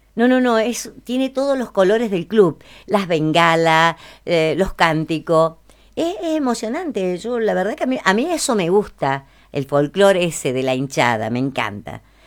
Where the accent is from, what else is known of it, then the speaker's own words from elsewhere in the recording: Villa Mercedes, San Luis, Argentina; somos de acá, de Villa Mercedes